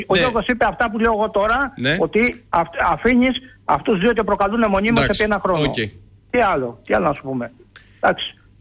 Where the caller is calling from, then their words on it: Acharnes, Attica, Greece; είμαι από το Μενίδη, ενώ βγαίνω στα Ροδίχνα 25 χρόνια